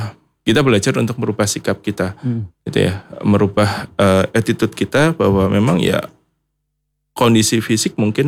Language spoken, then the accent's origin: Indonesian; Brebes, Central Java, Indonesia; born there; moved away; saya kan aslinya Brebes ya